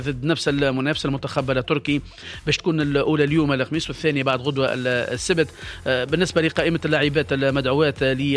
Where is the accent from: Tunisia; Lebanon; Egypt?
Tunisia